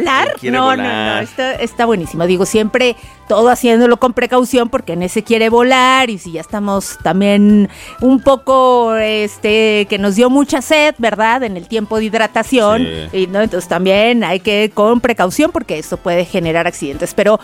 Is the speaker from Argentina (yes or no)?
no; Mexico; pues lo que falte para que se note, sí, que somos, sí, mexicanos.